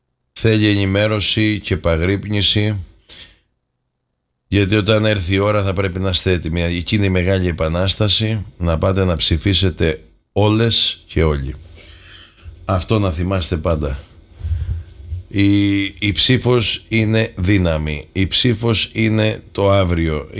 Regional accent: Greece; εμείς να έχουμε πρώτα απ' όλα όρεξη σαν Έλληνες να πάρουμε την πατρίδα μας πίσω.

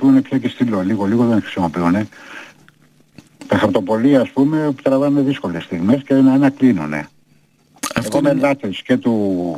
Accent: Athens, Attica, Greece; Στην πλατεία Βικτωρίας, στην οποία τη θεωρώ τη δεύτερη μου πατρίδα.

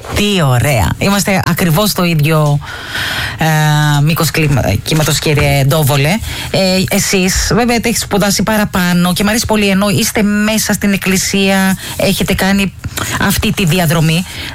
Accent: Mytilene, North Aegean, Greece; Εγώ, γεννημένη και μεγαλωμένη στη Μυτιλήνη

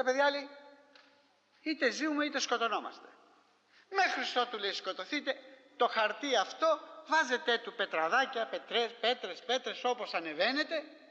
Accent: Corfu, Ionian Islands, Greece; στην Κέρκυρα, στην πατρίδα μου, όταν ήμασταν παιδιά

